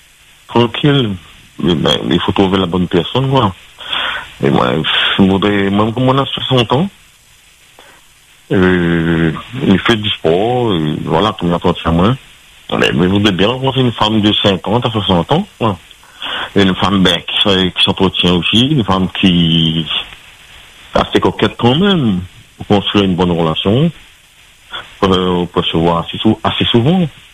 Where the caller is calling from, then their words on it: Saint-Denis, Réunion; de Saint-Denis.